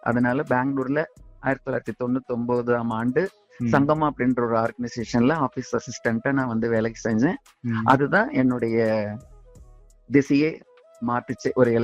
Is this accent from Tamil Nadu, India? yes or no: yes; Namakkal, Tamil Nadu, India; born or raised there